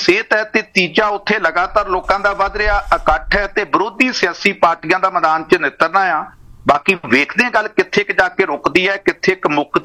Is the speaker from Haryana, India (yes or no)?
no; Punjab, India; ਅਸੀਂ ਪੰਜਾਬ ਦੇ ਲੋਕਾਂ ਨੇ 125 ਦਿਨ ਦੀ ਭੁੱਖ ਹੜਤਾਲ ਵੀ ਵੇਖੀ ਹੈ